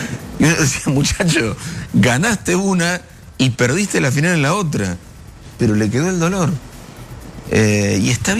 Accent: Argentina; me conviene como argentino

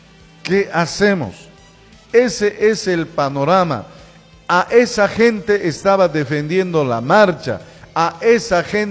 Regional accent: Bolivia; todos somos bolivianos.

